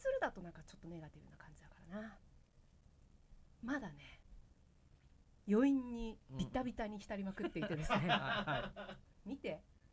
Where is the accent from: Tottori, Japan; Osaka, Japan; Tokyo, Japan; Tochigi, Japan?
Tottori, Japan; moved away; 鳥取で生まれ育って野球を好きになってよかった。